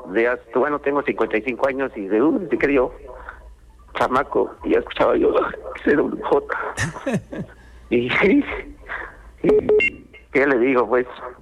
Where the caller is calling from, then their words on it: San José Ixtapa, Puebla, Mexico; de parte de la … de San José Iztapa